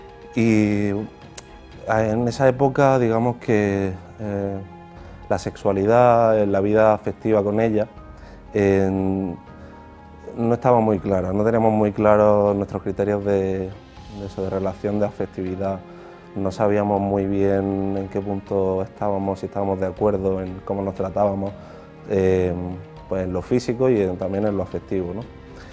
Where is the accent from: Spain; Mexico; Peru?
Spain; Almería, Andalusia; now in New York, United States; soy de Almería y bueno, he vivido toda la vida allí, ¿no? Pero decidí embarcarme en una aventura en un momento determinado, en 2019, hacia Nueva York